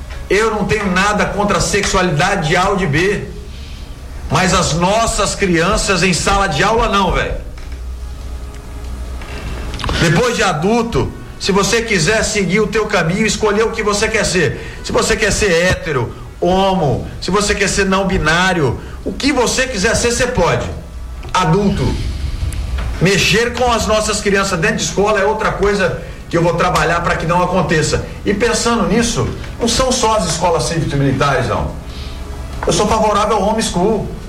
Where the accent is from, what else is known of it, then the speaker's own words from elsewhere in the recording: Rondônia, Brazil; sou cria do estado de Rondônia